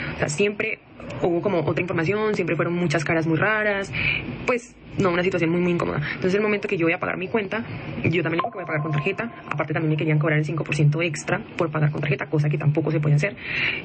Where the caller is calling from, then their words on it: Colombia; siendo también colombianos